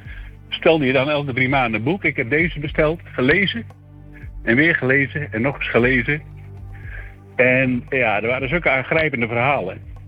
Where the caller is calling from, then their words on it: Deventer, Overijssel, Netherlands; Ik woon in Deventer